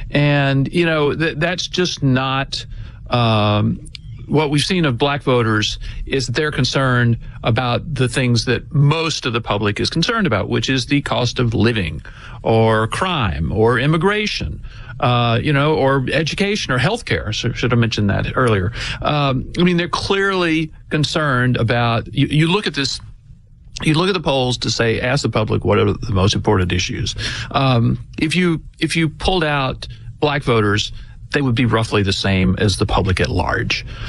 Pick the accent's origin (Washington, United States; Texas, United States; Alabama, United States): Alabama, United States; I'm from Alabama, but I hear there's a lot of football in Michigan